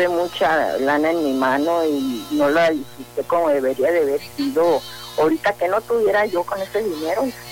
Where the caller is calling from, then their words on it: Nogales, Sonora, Mexico; De aquí de Nogales, Sonora, de aquí del Boulevard del Ensueño.